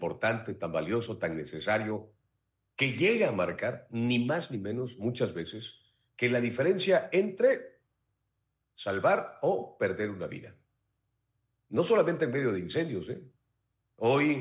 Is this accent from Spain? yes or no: no; Mexico